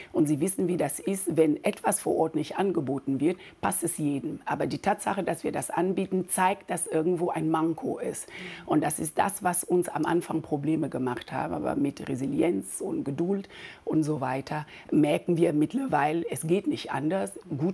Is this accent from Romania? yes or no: no; Cameroon; moved away; ich komme aus Kamerun